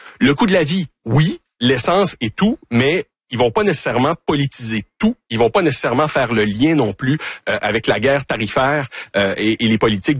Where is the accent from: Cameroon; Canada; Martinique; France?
Canada; quand on dit qu'on est Canadien, honnêtement, sur le terrain, il y a beaucoup de gardes qui tombent